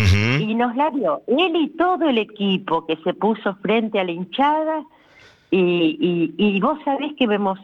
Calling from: Argentina

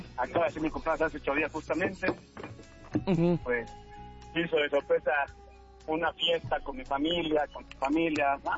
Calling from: Mexico City, Mexico; Pues nosotros vivimos aquí en Iztapalapa

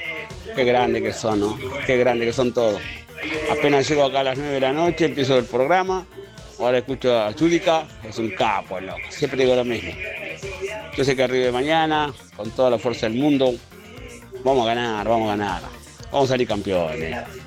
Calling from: Cañuelas, Buenos Aires Province, Argentina; Mi terminación es 121 … de Cañuela.

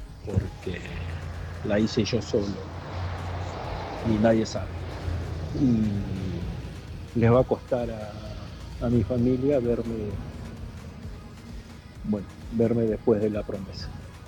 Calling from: Buenos Aires, Argentina; de Paternal

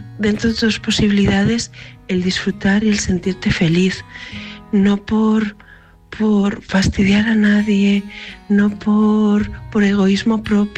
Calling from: Valencia, Valencian Community, Spain; te hablo desde Valencia.

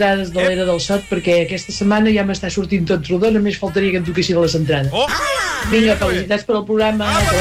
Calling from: Roda, Catalonia, Spain

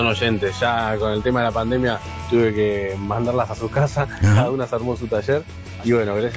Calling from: San Isidro, Buenos Aires Province, Argentina; de Manteca de San Isidro.

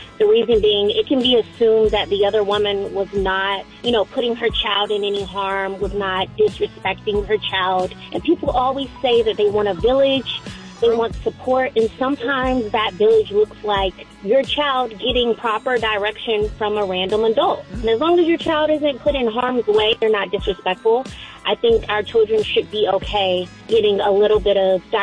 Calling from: Atlanta, Georgia, United States; I am checking in from Fulton County, Atlanta, Georgia.

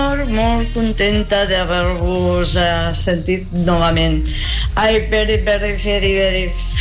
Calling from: Figueres, Catalonia, Spain; de Figueres.

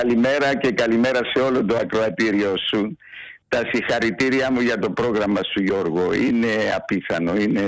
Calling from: Cyprus; σαν Κύπριος

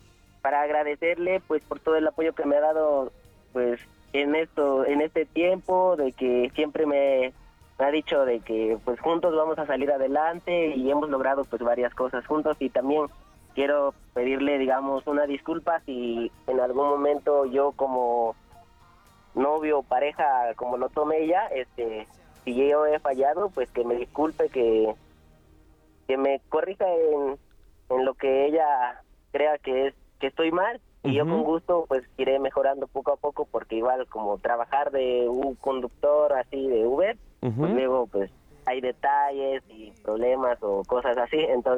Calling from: Nezahualcóyotl, State of Mexico, Mexico; ahorita estoy aquí en la FES Aragón de Nezahualcóyotl.

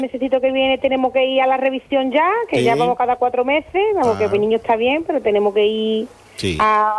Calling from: Andalusia, Spain

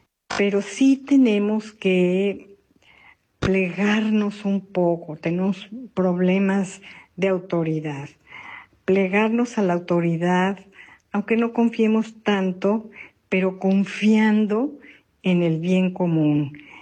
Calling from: Quintana Roo, Mexico; desde Quintana Roo.

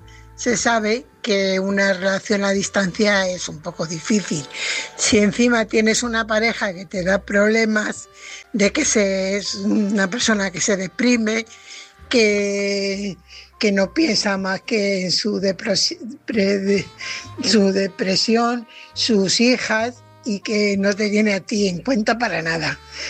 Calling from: Fuenlabrada, Community of Madrid, Spain; corresponsal de Fuenlabrada.

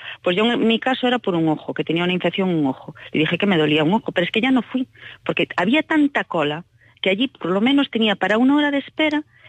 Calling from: Vilagarcía de Arousa, Galicia, Spain; Pues yo llamo desde Vila García de Arousa.

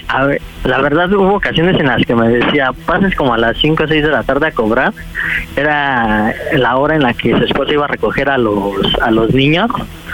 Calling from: Nezahualcóyotl, State of Mexico, Mexico; tengo 35 años y soy de la Nueva Chacualco.

